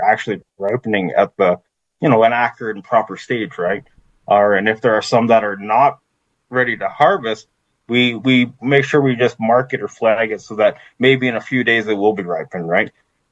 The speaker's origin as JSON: {"language": "English", "town": "Alderville", "region": "Ontario", "country": "Canada", "tie": "born or raised there", "said": "I mean, growing up in Alderville, my aunts and my uncles and my extended family, they were always harvesting wild rice, right?"}